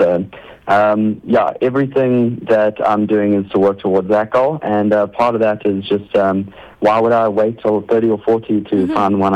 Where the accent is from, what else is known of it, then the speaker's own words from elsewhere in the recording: Durban, KwaZulu-Natal, South Africa; now in Cape Town, South Africa; I'm originally from Durban. We're living in Cape Town right now, but at the end of this month, we're actually moving back to Durban